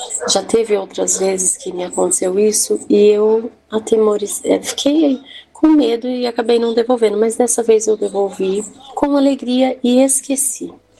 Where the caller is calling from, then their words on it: Lençóis Paulista, São Paulo, Brazil; sou de Lençóis Paulista, interior de São Paulo.